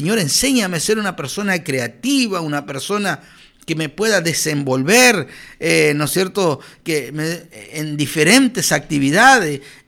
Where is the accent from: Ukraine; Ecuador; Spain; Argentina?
Argentina; Villa Ángela, Chaco; Nosotros hace 24 años atrás veníamos de una familia muy, pero muy acarenciada, muy pobre, de la provincia de Chaco.